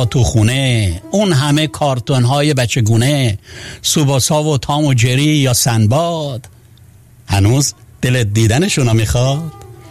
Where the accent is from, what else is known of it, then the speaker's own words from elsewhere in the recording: Iran; born there; moved away; یاد ایران بخیر، یاد زادگاهمون بخیر،